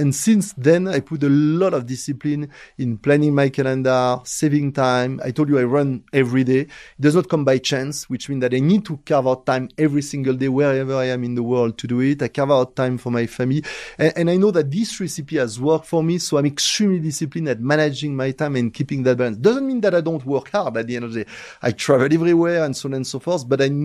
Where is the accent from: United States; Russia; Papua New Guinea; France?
France; moved away as an adult; also born or lived in China / India; I grew up in France, where you go through a very rational education, where you are taught to make decisions where you are 90% sure. And then I spent 20 years between China and India